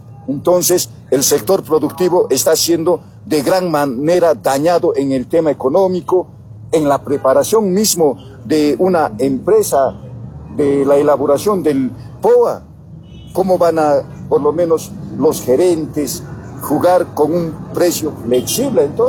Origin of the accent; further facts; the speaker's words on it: Bolivia; nosotros como bolivianos